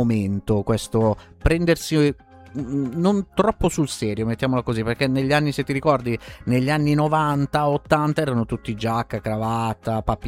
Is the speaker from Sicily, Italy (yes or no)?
no; Calabria, Italy; anch'io sono terrone come te, quindi io provengo dalla Calabria, pure noi.